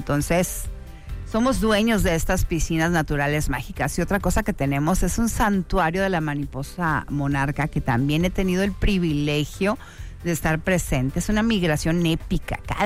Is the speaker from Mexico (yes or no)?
yes; Mexico